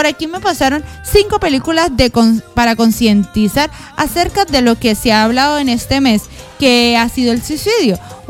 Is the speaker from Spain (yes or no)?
no; Táchira, Venezuela